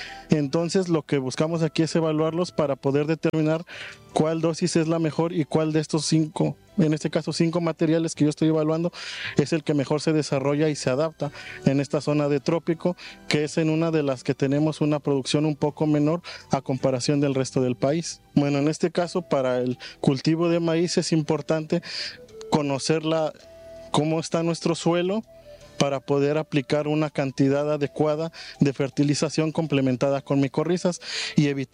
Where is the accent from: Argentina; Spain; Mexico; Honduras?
Mexico; Toluca, State of Mexico; now in Veracruz, Mexico; yo soy de una ciudad un poco distinta aquí a Veracruz, yo soy de Toluca, una zona muy fría, y pues vine aquí a la parte de Veracruz por su diversidad de cultivos.